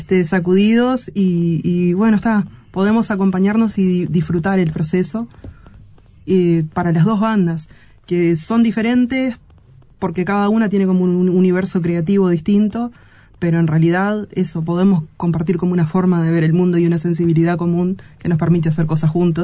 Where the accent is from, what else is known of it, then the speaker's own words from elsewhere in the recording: Tacuarembó, Uruguay; Somos todos de Tacuarembó